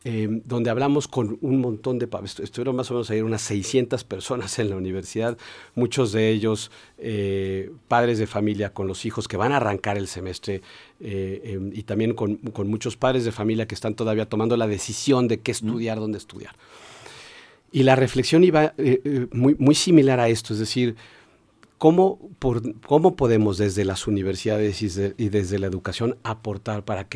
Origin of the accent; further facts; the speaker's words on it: Mexico; todos somos de Puebla, todos somos mexicanos